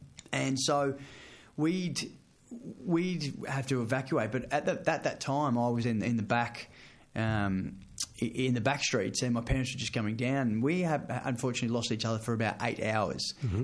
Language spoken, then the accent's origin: English; Killarney Heights, New South Wales, Australia; I'm a kid from the Northern Beaches. I grew up in Killarney Heights, and cricket was just my passion.